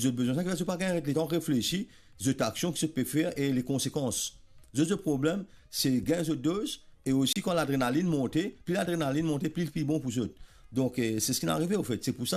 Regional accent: Mauritius; Mais en tant que Mauricien, en tant que citoyen, moi je n'ai pas le droit de laisser mon pays brûler.

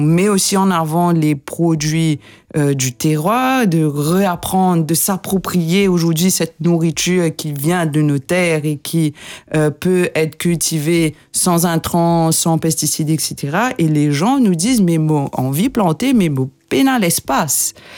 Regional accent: Mauritius; en tant que peuple, en tant que Mauricien

